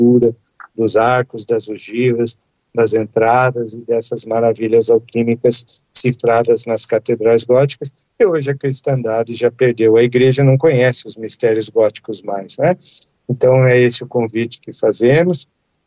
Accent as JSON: {"language": "Portuguese", "town": "Curitiba", "region": "Paraná", "country": "Brazil", "tie": "born there", "said": "Eu nasci em Curitiba."}